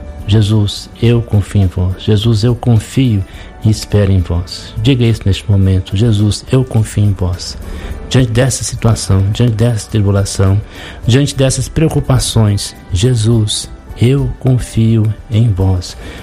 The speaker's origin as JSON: {"language": "Portuguese", "town": "Belo Horizonte", "region": "Minas Gerais", "country": "Brazil", "said": "também sou de Belo Horizonte."}